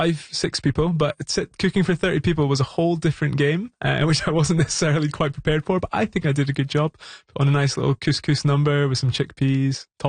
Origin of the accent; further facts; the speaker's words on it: Scotland, United Kingdom; now in Montreal, Canada; I'm helping out with the Montreal Highland Games, which is a sort of shout out to where I'm from Scotland.